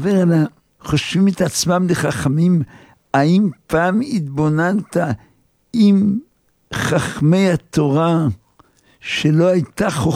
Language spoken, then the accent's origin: Hebrew; Haifa, Haifa District, Israel; אני גדלתי בחיפה.